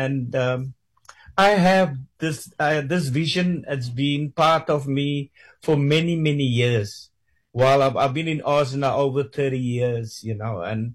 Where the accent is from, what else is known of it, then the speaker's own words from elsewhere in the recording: South Africa; moved away as an adult; now in Australia; I grew up in South Africa.